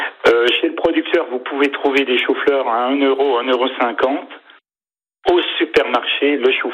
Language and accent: French; Grand Est, France; moved away as an adult; also born or lived in Nancy; now in Saint-Coulomb, France; j'ai quitté la ville et surtout ma région natale. Parce que je viens de Lorraine et ça fait 8 ans que je suis venu en Bretagne.